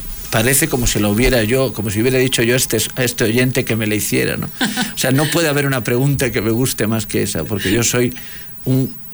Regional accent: A Coruña, Galicia, Spain; moved away as an adult; Galicia, ¿no? Donde yo viví mis primeros 23 años.

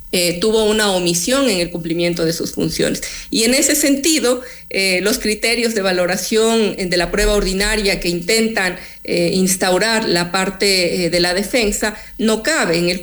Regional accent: Ecuador; a nosotros como ecuatorianos nos gustaría saber

